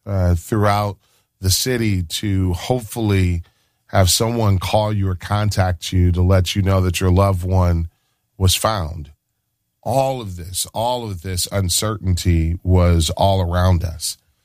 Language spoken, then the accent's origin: English; Michigan, United States; My life was lived between Michigan, my home state, and New York.